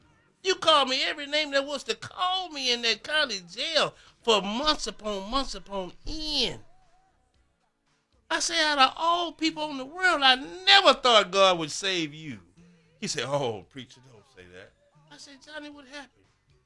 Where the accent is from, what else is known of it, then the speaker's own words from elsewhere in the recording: Houston, Texas, United States; I'm from Houston, but I fell in Dallas.